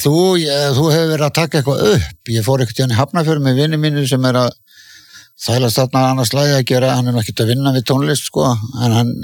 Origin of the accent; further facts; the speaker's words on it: Ísafjörður, Westfjords, Iceland; En ég sá að þú varst að fara vestur á mín heimabæ.